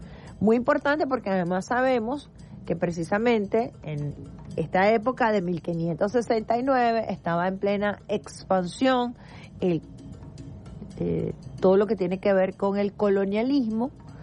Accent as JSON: {"language": "Spanish", "country": "Venezuela"}